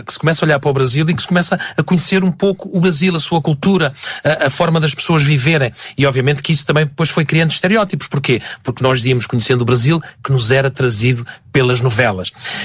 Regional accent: Portugal; moved away; há sempre aquela piada do Tuga e por causa do nosso sotaque, mas depois ele é bem integrado

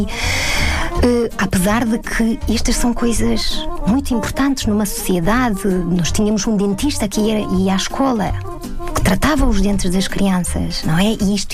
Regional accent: Moldova; Portuguese is a second language; now in Portugal; Eu também, quando saí da Moldávia, saí para... escolhi a Europa e Portugal porque gosto da liberdade.

